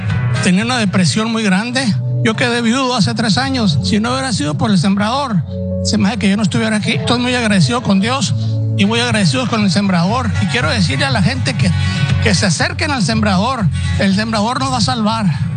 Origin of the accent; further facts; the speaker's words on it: Hobbs, New Mexico, United States; vengo de Nuevo México, Hobbs, Nuevo México.